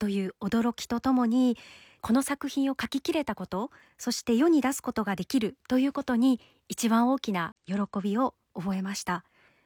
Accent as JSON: {"language": "Japanese", "region": "Akita", "country": "Japan", "tie": "born or raised there", "said": "私は秋田市の出身なんですけれども、祖父母が米農家で、幼い頃から祖父母が田んぼで働く姿を眺めて育ったんですね"}